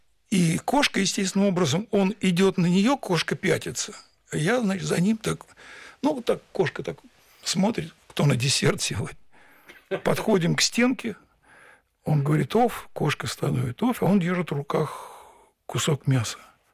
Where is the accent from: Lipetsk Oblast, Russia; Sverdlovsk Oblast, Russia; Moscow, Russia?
Moscow, Russia; Вырос я в Москве, учился в одной школе с Леней Якубовичем, друг моего детства.